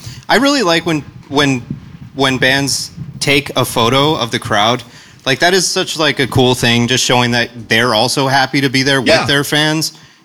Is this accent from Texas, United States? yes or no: yes; El Paso, Texas, United States; also born or lived in Austin, Texas; now in Milwaukee, United States; from my hometown, El Paso, Texas